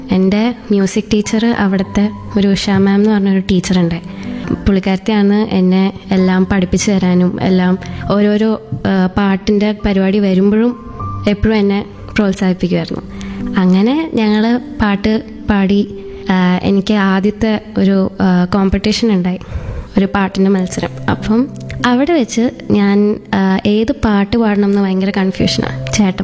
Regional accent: Tamil Nadu, India; now in Kochi, India; ഞാൻ ജനിച്ചു വളർന്നൊക്കെ തമിഴ്നാട്ടിലാണ്.

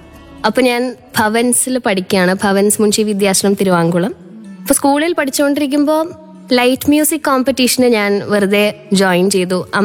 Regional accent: Tripunithura, Kerala, India; Ernakulam Tripunithura സ്വദേശിനിയാണ്.

